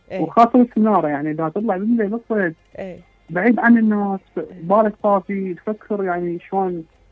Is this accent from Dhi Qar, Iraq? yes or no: yes; Nasiriyah, Dhi Qar, Iraq; عن الناصرية.